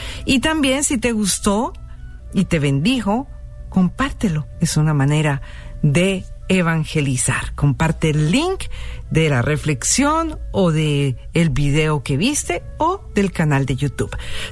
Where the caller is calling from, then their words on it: Montería, Córdoba, Colombia; los escucho desde Montería, Córdoba, en mi tierrita, Colombia.